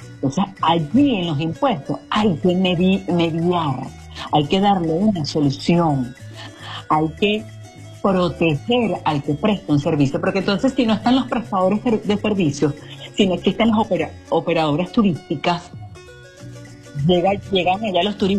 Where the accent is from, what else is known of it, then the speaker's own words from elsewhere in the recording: Venezuela; como yo soy un venezolano